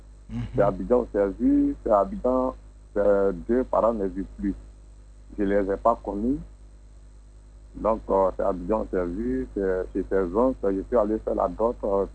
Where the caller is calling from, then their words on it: Abidjan, Côte d’Ivoire; je vous appelle d'Abidjan.